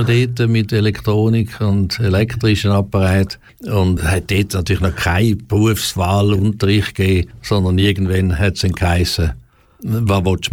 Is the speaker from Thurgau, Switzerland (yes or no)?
yes; Romanshorn, Thurgau, Switzerland; now in Aargau, Switzerland; Also geboren bin ich im Kanton Thurgau in Münsterlingen und aufgewachsen in Romanshorn. Dort noch Ziegfröhren erlebt auf dem Bodensee und jetzt aber schon seit vielen Jahren im Kanton Aargau zu Hause.